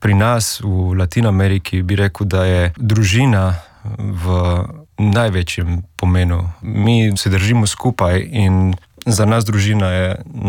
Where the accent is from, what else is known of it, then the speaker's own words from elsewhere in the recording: Colombia; Slovenian is a second language; moved away as an adult; also born or lived in Houston, United States; now in Slovenia; sem iz Kolumbije, že 6 let živim v Sloveniji